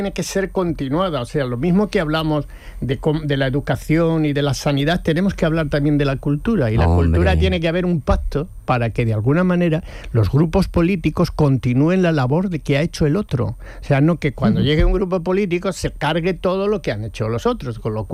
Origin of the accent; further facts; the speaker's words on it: Lumpiaque, Aragon, Spain; Un pueblo de Zaragoza que se llama Lumpiaque